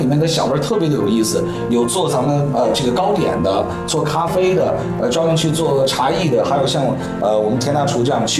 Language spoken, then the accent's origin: Chinese; Chengdu, Sichuan, China; 其实我是双流本地人啊，就是今天大家吃到那个西瓜，还有咱们的这个蔬菜的，种植地就是我老家，我就觉得我的家乡很美